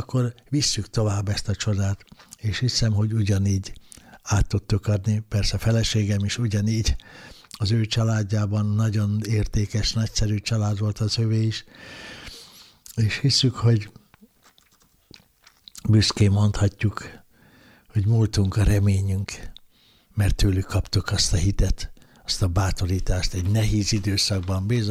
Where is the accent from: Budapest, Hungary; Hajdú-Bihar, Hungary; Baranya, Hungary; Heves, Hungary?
Budapest, Hungary; az én hazám, szűkebb hazám itt volt Angyalföldön, amelyen elindultam az élet útján, itt születtem, és itt éltek nagyszüleim is, édesanyám is, nagyszüleim is.